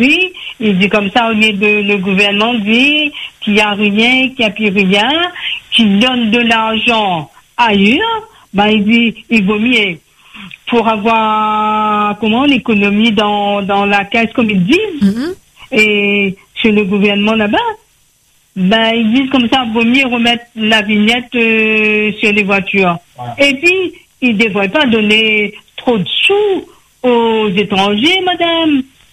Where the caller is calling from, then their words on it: Réunion; on est rayonnais, réunionnaise, nous, à La Réunion.